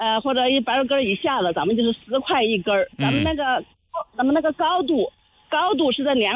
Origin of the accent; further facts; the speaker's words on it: Meishan, Sichuan, China; moved away as an adult; now in Gaocheng, Hebei, China; 我是南方人，我娘家是四川眉山的。